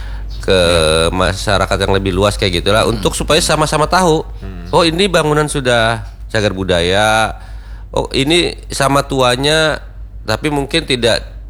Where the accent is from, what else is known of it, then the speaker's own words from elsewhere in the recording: South Kalimantan, Indonesia; Nah, sekarang ini juga tamparan bagi kita, kita orang Banjar seorang punya kada kepedulian terhadap identitas kita ini